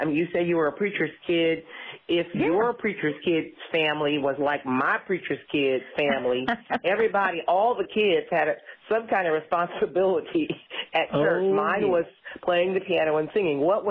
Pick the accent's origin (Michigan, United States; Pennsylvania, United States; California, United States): Michigan, United States; Now, I'm not sure that we talked about Michigan, because, you know, I am from Michigan.